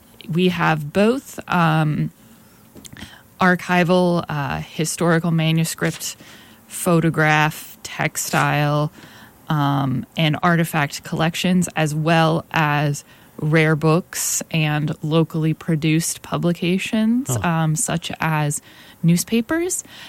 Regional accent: Brunswick, Maine, United States; I grew up in Brunswick, Maine

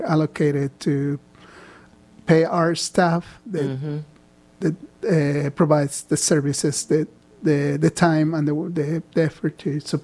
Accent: Ecuador; now in Oregon, United States; I'm not from Guatemala, I'm from Ecuador

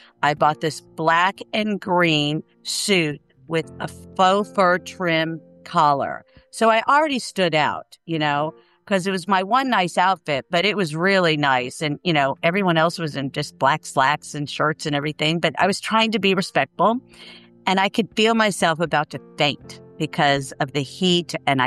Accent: United States; as an American

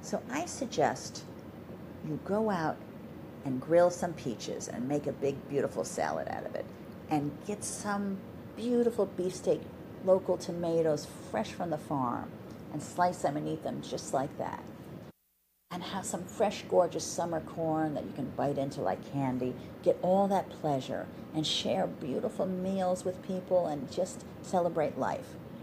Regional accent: New Jersey, United States; since the best thing about growing up on the Jersey Shore was the Jersey Shore, I never understood why my parents decided to drag their children

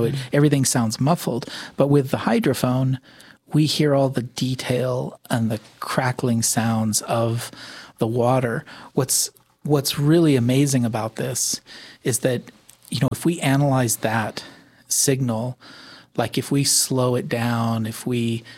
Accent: Alaska, United States; I grew up in Alaska and I grew up with glaciers.

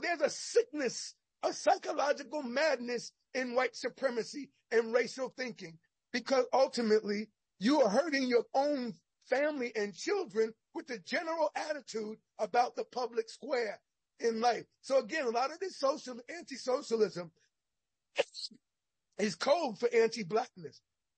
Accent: New York, United States; And I'm telling you, I'm from New York, so I do have a New York bias.

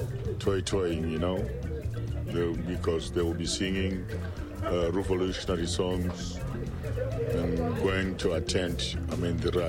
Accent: Zimbabwe; I'm a musician from Zimbabwe, and my music is called Chimurenga Music.

